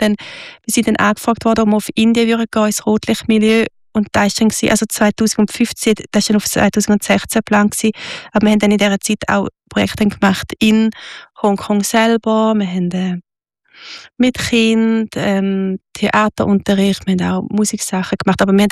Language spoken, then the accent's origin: German; Switzerland; moved away; Wo wir hingehen, werden wir geliebt als Schweizer. Nur schon mit unserer weißen Haut werden wir überall geliebt.